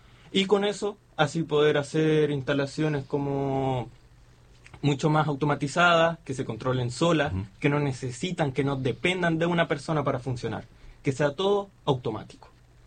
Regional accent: Linares, Maule, Chile; yo soy acá también

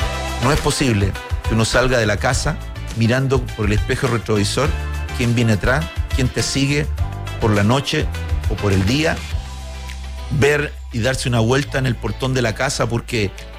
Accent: Chile; soy chileno

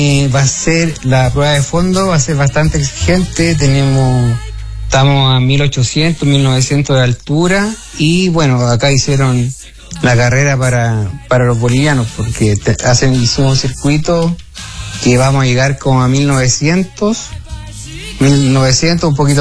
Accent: Curicó, Maule, Chile; Todos maulinos curicanos, sí.

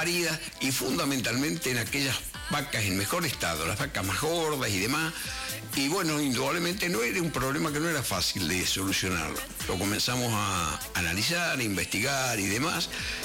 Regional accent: Ingeniero Luiggi, La Pampa, Argentina; born there

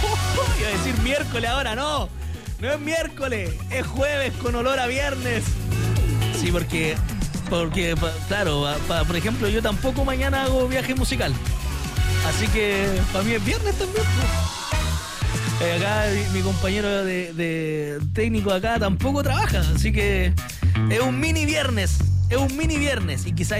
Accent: Chile

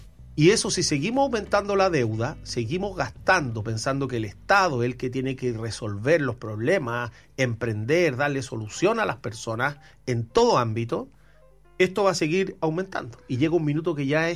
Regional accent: Chile; todos nosotros como chilenos

